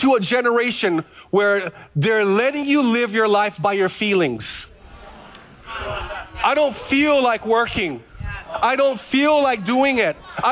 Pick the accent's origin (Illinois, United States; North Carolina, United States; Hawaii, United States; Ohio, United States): Hawaii, United States; now in Kaneohe, United States; I'm from the Big Island, FBI. Kaneohe, I'm in Kaneohe. I get plenty of rain.